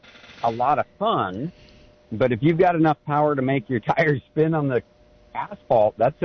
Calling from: Santa Cruz, California, United States; in Santa Cruz.

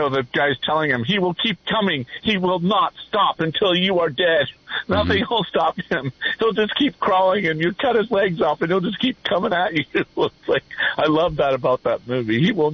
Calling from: Aptos, California, United States

